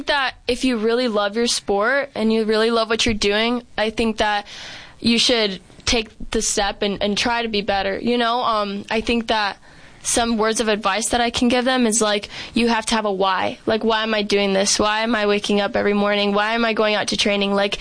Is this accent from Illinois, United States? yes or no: no; Phoenix, Arizona, United States; But I love Arizona. I grew up here. I'm from Phoenix. My parents moved here really young.